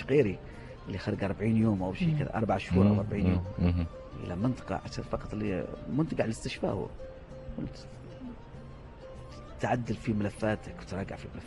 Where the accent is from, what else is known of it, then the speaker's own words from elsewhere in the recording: Oman; نحن كمسلمين. عرب كعمانيين